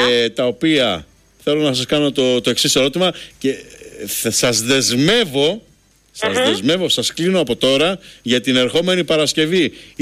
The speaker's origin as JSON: {"language": "Greek", "region": "Crete", "country": "Greece", "said": "Και εγώ είμαι κριτικός και πολλές φορές έτσι μου κάνουν έτσι απαξιωτικά σχόλια για το νησί μου."}